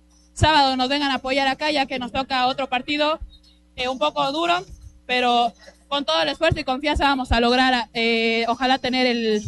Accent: Macas, Morona Santiago, Ecuador; Yo soy aquí de Macas.

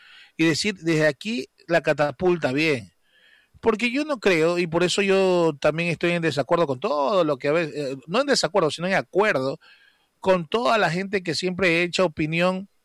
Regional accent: Ecuador; nosotros somos ecuatorianos

